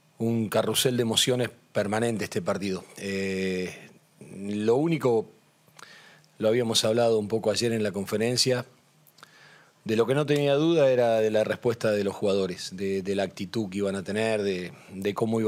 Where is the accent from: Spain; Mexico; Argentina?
Argentina; yo le voy a decir una cosa como argentino, no como técnico de la selección paraguaya.